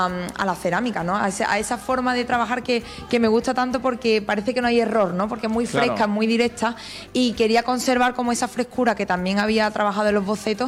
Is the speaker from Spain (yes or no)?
yes; Seville, Andalusia, Spain